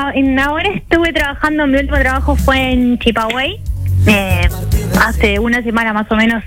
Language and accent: Spanish; Santa Fe, Argentina; moved away as an adult; now in Punta del Este, Uruguay; yo trabajaba en un restaurante de 5 estrellas en Santa Fe, que es donde soy nacida y crecida